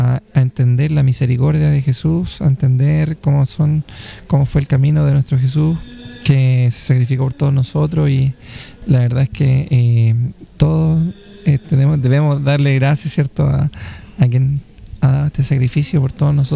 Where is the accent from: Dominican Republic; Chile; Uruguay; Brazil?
Chile; Santiago, Santiago Metropolitan Region; Sí, vengo de Santiago, vine por el fin de semana y me voy el mañana.